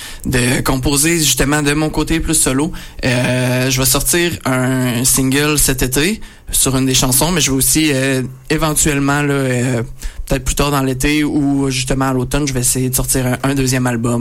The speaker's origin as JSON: {"language": "French", "region": "Quebec", "country": "Canada"}